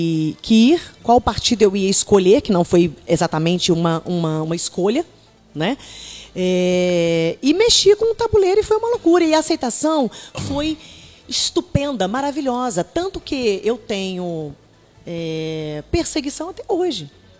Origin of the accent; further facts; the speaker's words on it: Minas Gerais, Brazil; moved away as an adult; also born or lived in São Paulo / Maranhão; now in interior of Rio de Janeiro state, Brazil; São Paulo. E quando eu era criancinha, eu fui para Minas, interior de Minas, porque meus pais queriam sair da cidade grande, porque né, existe uma violência latente. Meus pais não queriam criar os filhos ali, nós fomos para Minas. E eu fiquei a minha adolescência e parte da minha juventude em Minas. Depois eu morei no Maranhão